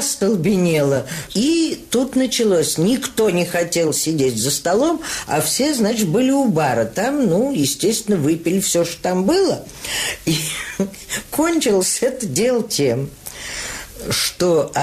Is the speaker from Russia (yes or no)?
yes; Siberia, Russia; moved away; поскольку я сибирячка.